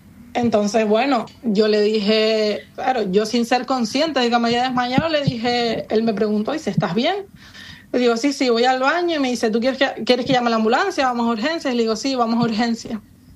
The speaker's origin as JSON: {"language": "Spanish", "region": "Canary Islands", "country": "Spain", "said": "Yo soy de Lanzarote"}